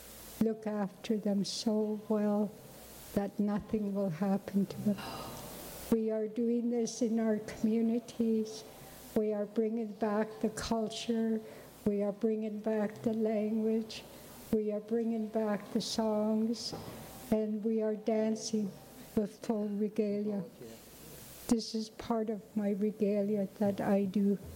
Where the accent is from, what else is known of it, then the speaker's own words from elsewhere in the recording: Yukon, Canada; I'm from the Wolf Clan. All all my children and my great-grandchildren. They follow my lineage. In the Yukon, we're a matrilineal society